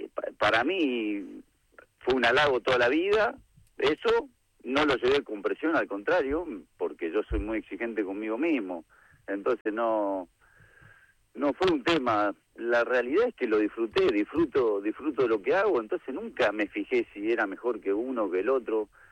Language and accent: Spanish; Argentina; todos los argentinos en general, me parece que nos, como que nos bancamos entre todos un poco, y así es el argentino.